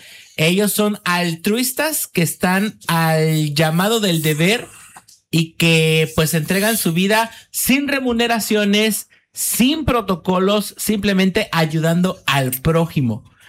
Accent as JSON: {"language": "Spanish", "country": "Mexico", "said": "me da mucho orgullo ser mexicano"}